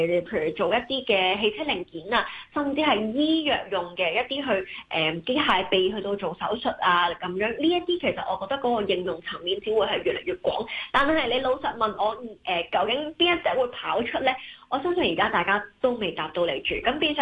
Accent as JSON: {"language": "Cantonese", "country": "China", "said": "因為始終我哋成日都講我哋中國人啦，咁揸金啦"}